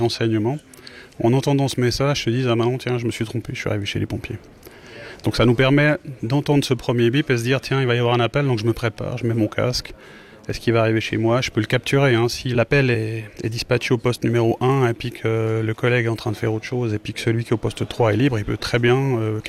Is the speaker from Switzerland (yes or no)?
yes; Montreux, Vaud, Switzerland; je viens de Montreux